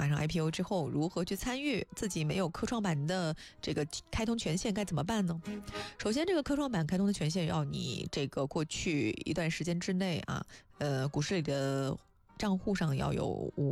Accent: Hefei, Anhui, China; 还是作为合肥人非常的荣幸的

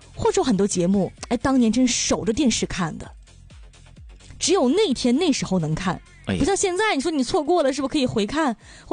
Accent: Dalian, Liaoning, China; 关于我们大连人的这个很多凉菜，

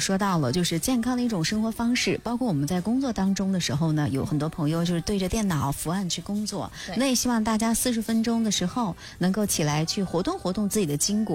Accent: China; 我们中国人都是讲究的合家团圆

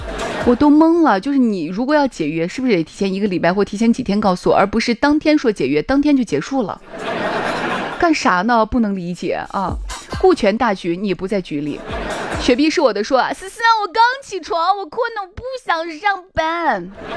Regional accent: Shaanxi, China; accent: Shaanxi dialect

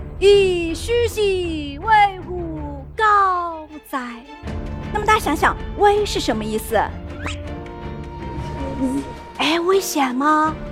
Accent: Jiange, Sichuan, China; moved away; 我的家在哪儿呢？答案就在我们今天要学习的课文当中。我的家就在剑阁。

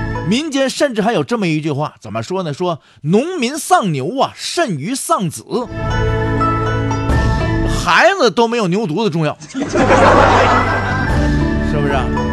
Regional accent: Northeast China, China; 咱们东北人

